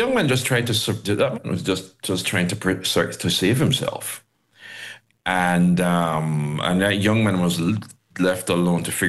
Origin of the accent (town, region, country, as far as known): Jamaica